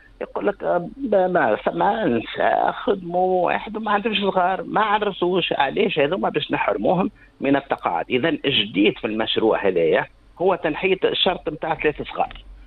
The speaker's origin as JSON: {"language": "Arabic", "country": "Tunisia", "said": "عندنا في تونس"}